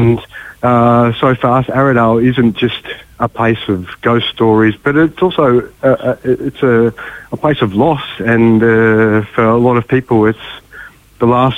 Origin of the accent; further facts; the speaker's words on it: Queensland, Australia; now in Ballarat, Australia; I'm not from Victoria, I'm a Queenslander, and when I arrived in Ballarat